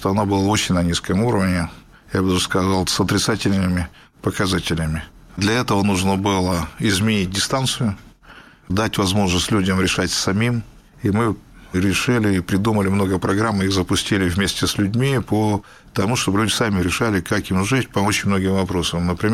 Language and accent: Russian; Kostroma, Kostroma Oblast, Russia; moved away as an adult; now in Kirov, Russia; Я сам родом из Костромы. Это соседний регион, тоже северноевропейская Россия.